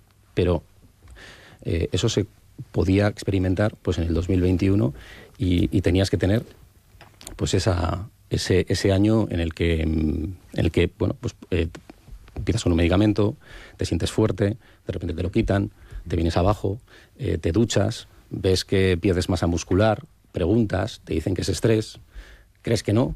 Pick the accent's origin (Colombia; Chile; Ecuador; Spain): Spain; Yo, evidentemente, espero el tiempo prudencial, como cualquier español, de cuando me vaya a tocar